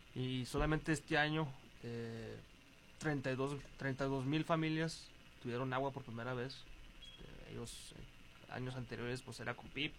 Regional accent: Ciudad Juárez, Chihuahua, Mexico; yo nací aquí en Juárez, y fui usuario de las rutas cuando iba al CBT, yo estuve en el CBT 114.

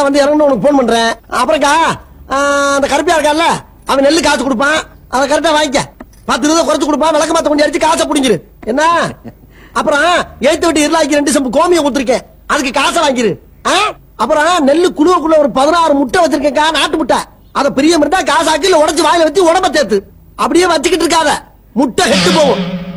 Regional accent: Kanadukathan, Tamil Nadu, India; காரக்குடி பக்கத்துல காணாடு காத்தா.

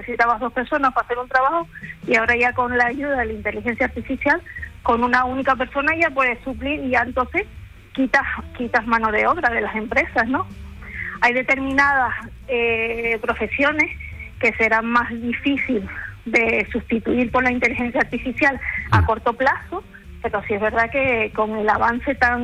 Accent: Canary Islands, Spain; Soy de Canarias.

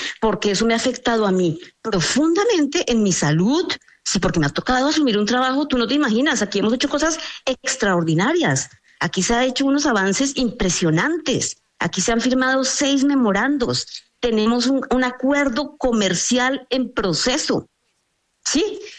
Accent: Colombia; moved away; yo no soy una persona que tenía una actividad política en Colombia, porque salí hace 40 años de Colombia

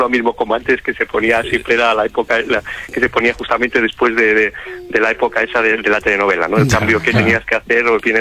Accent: Castile and León, Spain; now in Alcalá, Spain; Mira, estoy en Alcalá, es un culebrón ya en sí, pero yo soy de Trotro de Lleva, de Burgos, y te mando un saludo de nuestra tierrilla.

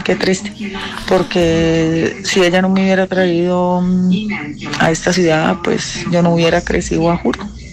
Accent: Norte de Santander, Colombia; me pudo llevar para mi pueblo, que es del norte de Santander.

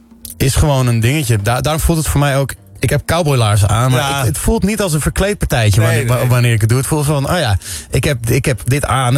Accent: Netherlands; Ik spreek voor een Nederlander uitzonderlijk goed Engels, maar voor een Amerikaan niet per se.

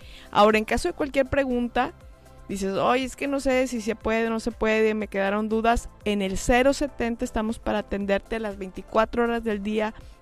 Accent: Nuevo León, Mexico; los que somos de Nuevo León.

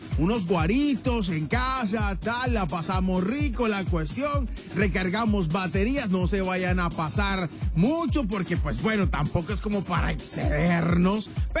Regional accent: Colombia; es algo que nos pertenece como colombianos, como personas que resaltan la cultura de nuestra región.

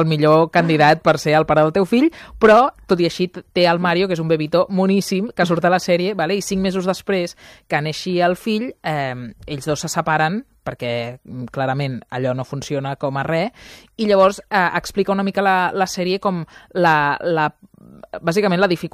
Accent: Barcelona, Catalonia, Spain; jo sóc molt barcelonina

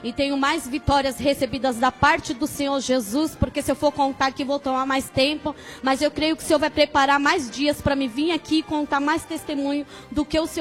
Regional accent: Diadema, São Paulo, Brazil; que eu sou de Diadema Eldorado.

